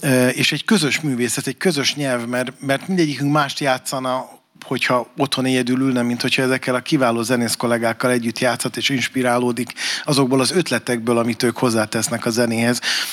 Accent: Budapest, Hungary; Én angyalföldi vagyok

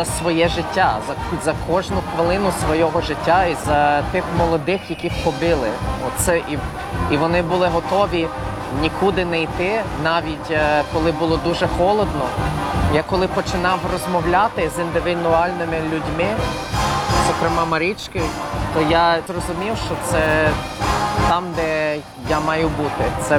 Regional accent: Canada; born there; Ukrainian is a second language; я перед тим жив в Львові декілька років, але я взагалі народився в Канаді.

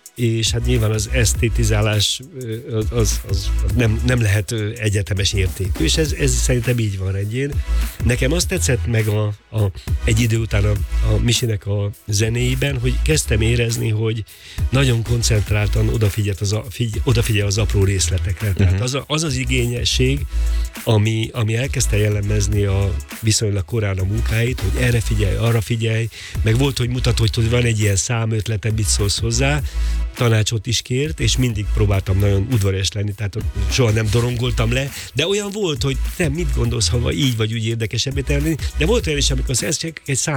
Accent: Pomáz, Pest, Hungary; born or raised there

